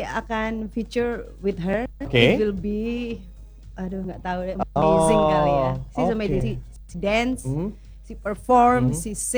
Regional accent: Batu, East Java, Indonesia; born or raised there

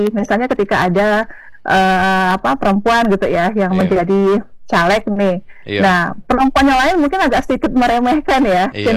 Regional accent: Pontianak, West Kalimantan, Indonesia; kayak saya di Pontianak ya, karena saya orang Melayu

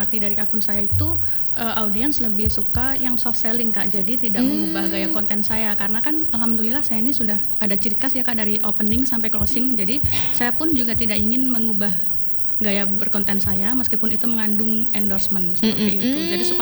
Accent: Java, Indonesia; now in Mamuju, Indonesia; ditambah lagi saya kan pendatang perantau dari Jawa ke Mamuju, jadi setiap sore itu saya keliling kota untuk cobain jajanan-jajanan baru.

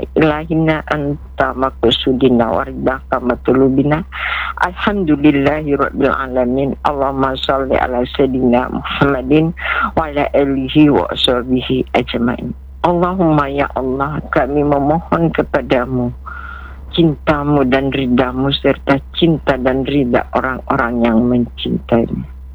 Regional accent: South Sulawesi, Indonesia; Ini juga adalah falsafah hidup kita sebagai orang Bugis.

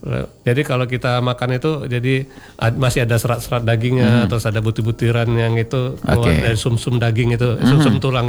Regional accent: Palembang, South Sumatra, Indonesia; Jadi karena kita orang Palembang ini udah gak bisa lepas namanya model, hewan itu kan.

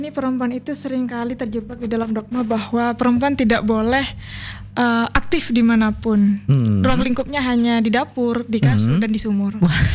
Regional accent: East Java, Indonesia; now in Pajagalan (Patian), Sumenep, Indonesia; Kalau saya asal Dungkek.

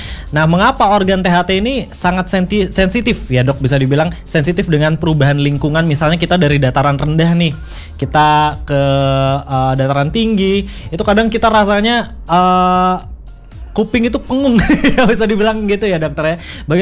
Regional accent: Buleleng, Bali, Indonesia; saya aslinya dari Buleleng juga, di mana Buleleng ini dengan lekat sekali yang namanya nyegar gunung.

